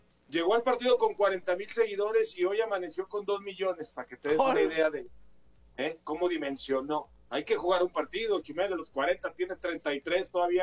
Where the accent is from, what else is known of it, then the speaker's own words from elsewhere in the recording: Mexico; porque está en México el Mundial y somos mexicanos